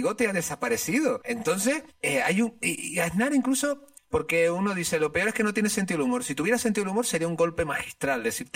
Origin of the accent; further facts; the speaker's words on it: La Palma, Canary Islands, Spain; al menos yo lo que recuerdo mucho en La Palma, desde donde yo soy